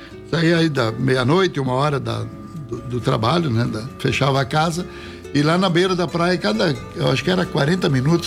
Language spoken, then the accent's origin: Portuguese; Rio Grande do Sul, Brazil; accent: gaúcho